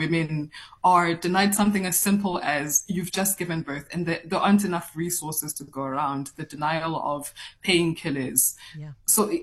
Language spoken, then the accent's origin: English; Mpumalanga, South Africa; born there; moved away as an adult; also born or lived in Pretoria; So I moved back to Mpumalanga from Pretoria to take care of her.